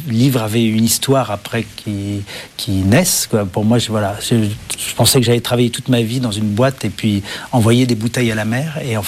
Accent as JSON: {"language": "French", "town": "Paris", "region": "Île-de-France", "country": "France", "tie": "born or raised there", "said": "Autant j'ai eu des échappées tout au long de ma vie de un ou deux ans à l'étranger assez régulièrement. Mais je suis né à Paris"}